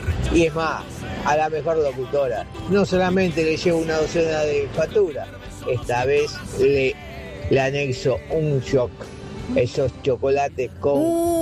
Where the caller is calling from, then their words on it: Buenos Aires, Argentina; de Floresta.